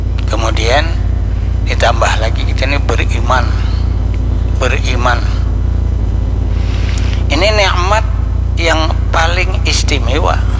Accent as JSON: {"language": "Indonesian", "region": "South Kalimantan", "country": "Indonesia", "said": "Ya bahasa kita orang Banjar, paharatnya tupang dah."}